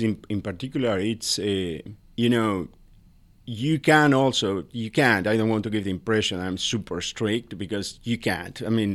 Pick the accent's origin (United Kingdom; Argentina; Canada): Argentina; Patagonia; moved away; My family, we are from Argentina. My daughters were born there too. And we are from the southern part of the country, from Patagonia.